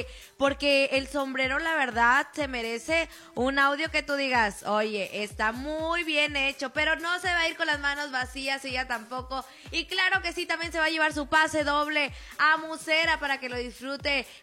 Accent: Monterrey, Nuevo León, Mexico; Que se note que somos de Monterrey.

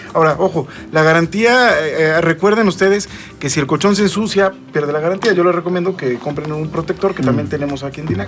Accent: Mexico; Bueno, ganamos, me incluyo porque soy mexicano.

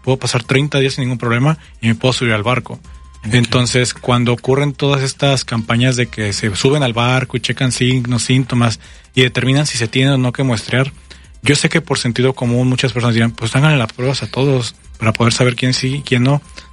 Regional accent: Mexico; nosotros como población mexicana

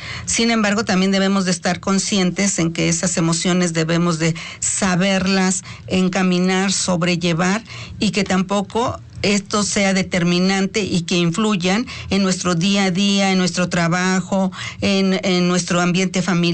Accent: Mexico; hay eventos que nos unen como mexicanos

